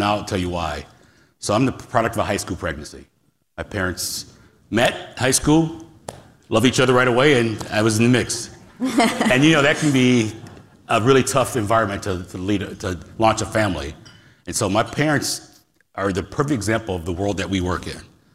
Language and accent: English; Wisconsin, United States; moved away as an adult; now in Pittsburgh, United States; I'm from Wisconsin originally. You know, I live in Pittsburgh now, but I'm not a Pittsburgher.